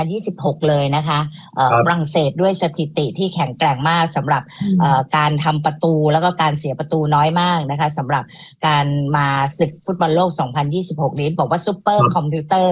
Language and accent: Thai; Bangkok, Thailand; ดิฉันเนี่ยคุ้นเคยกับวงเวียนใหญ่แล้วก็คลองสารแถวนั้นเนี่ยคือดิฉันเนี่ยเกิดและโตเส้นนั้นเลยดิฉันศิษย์เก่าโรงเรียนศึกษานารีด้วย